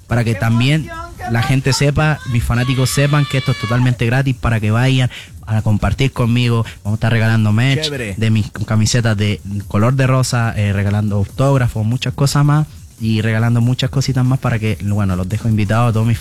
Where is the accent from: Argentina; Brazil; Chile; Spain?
Chile; aquí yo tengo 20 años. Bueno, ya saben que soy de Chile